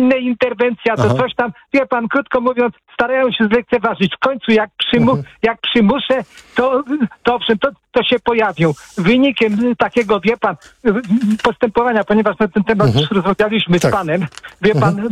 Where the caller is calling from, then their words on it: Płock, Masovian Voivodeship, Poland; Ja dzwonię z Płocka, miasto przemysłowe średniej wielkości.